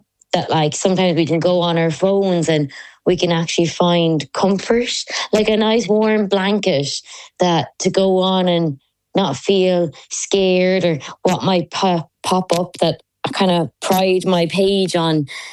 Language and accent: English; County Waterford, Ireland; also born or lived in Cork; now in Dublin, Ireland; I moved up from Cork to Dublin, and I'm originally from Waterford, like down near Dungarvan.